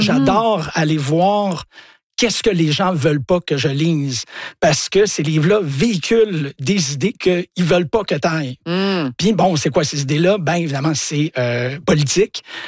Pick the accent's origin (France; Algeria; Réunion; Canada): Canada; Montreal, Quebec; quand j'étais jeune, ici à Montréal